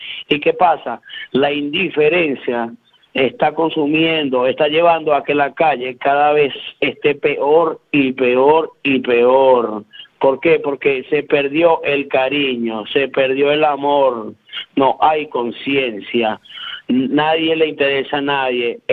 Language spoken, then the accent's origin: Spanish; Caracas, Capital District, Venezuela; Yo soy de Caracas, la capital.